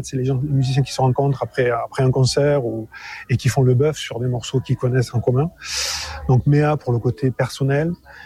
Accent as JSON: {"language": "French", "region": "Occitanie", "country": "France", "tie": "born or raised there", "said": "mon pays d'origine, enfin ma région d'origine, le Lot. Voilà, moi j'ai grandi dans l'Écosse, sur l'Écosse du Lot."}